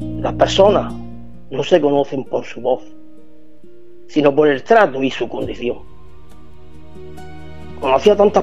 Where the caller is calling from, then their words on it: Huércal de Almería, Andalusia, Spain; de Huerca de Almería.